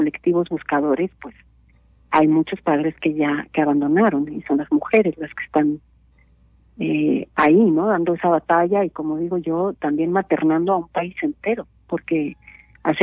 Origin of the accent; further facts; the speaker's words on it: Mexico; en mi crecimiento, en digamos la banda sonora de mi crianza en el Estado de México y en la Ciudad de México